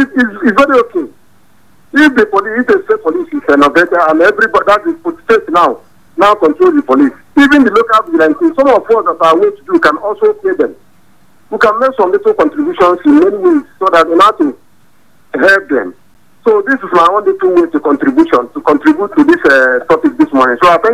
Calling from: Serengeti, Mara, Tanzania; I'm calling from Serengeti, yeah.

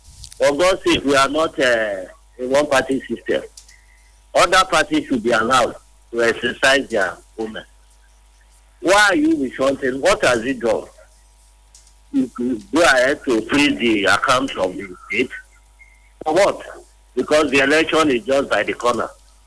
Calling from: Okrika, Rivers, Nigeria; I'm from Okrika.

